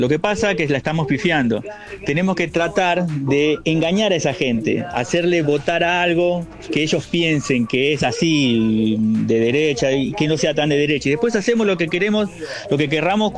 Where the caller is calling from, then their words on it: Lomas de Zamora, Buenos Aires Province, Argentina; de Loma de Zamora.